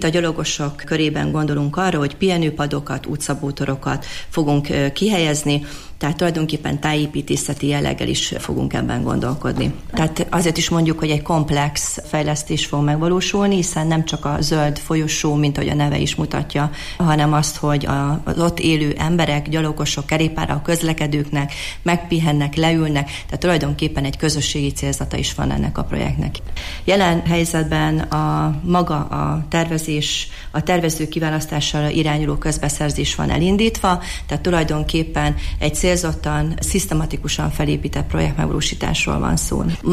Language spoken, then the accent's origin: Hungarian; Miskolc, Borsod-Abaúj-Zemplén, Hungary; törzsikeres miskolciként